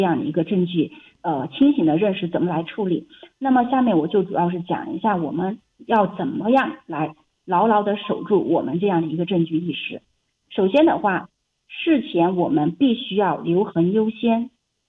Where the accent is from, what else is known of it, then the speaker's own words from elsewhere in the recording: China; 特别是我们中国人